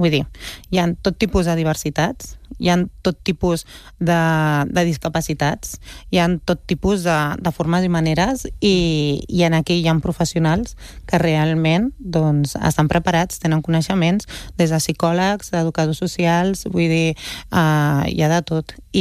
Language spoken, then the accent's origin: Catalan; Montcada, Catalonia, Spain; Jo soc de Montcada i el casal, l'oferta que hi ha de casal públic no hi ha suficient.